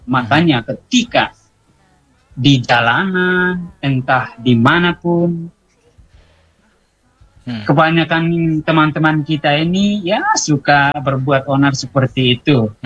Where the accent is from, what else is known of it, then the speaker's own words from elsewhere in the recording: East Nusa Tenggara, Indonesia; first language Dawan; Indonesian is a second language; moved away; Berbicara, berkomunikasi dengan bahasa Dawan juga itu merupakan satu simbol identitas di mana kita sebagai orang Dawan Timur.